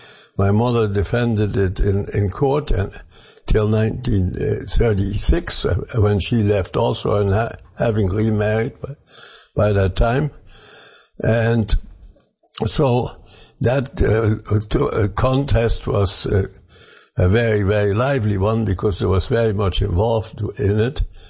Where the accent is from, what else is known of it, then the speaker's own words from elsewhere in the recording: Germany; born there; English is a second language; Well, I was born in Germany in 1925, which makes me 98 at the present time. and into a well-to-do family.